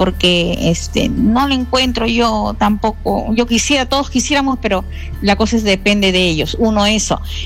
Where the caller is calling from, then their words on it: Lima, Peru; Aquí de San Juan de Lurigancho